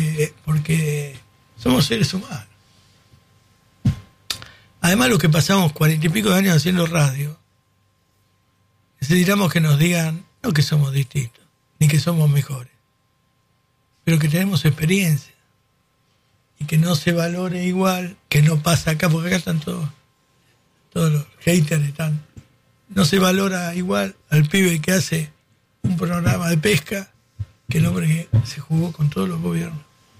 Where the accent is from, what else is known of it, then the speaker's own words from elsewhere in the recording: Basque Country, Spain; Pero uno nace así. Yo soy vasco. Vasco. Los vascos somos muy jodidos.